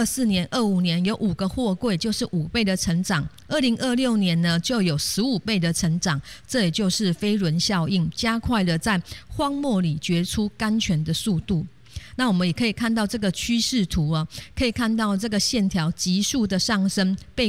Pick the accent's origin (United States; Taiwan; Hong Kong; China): Taiwan; 我们台湾人